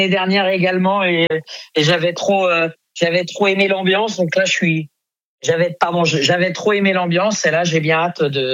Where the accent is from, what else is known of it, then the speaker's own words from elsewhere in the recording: Île-de-France, France; born there; Depuis que je suis né en Île-de-France